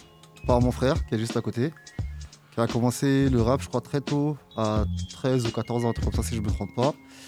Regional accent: Rennes, Brittany, France; On est du Breil, ils sont de Beaulieu.

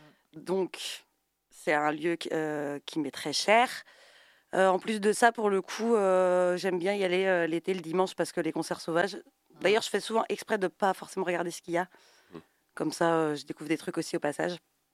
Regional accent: Laval, Pays de la Loire, France; born there; now in Nantes, France; Je suis nantaise depuis 12 ans, mais je suis née à Laval.

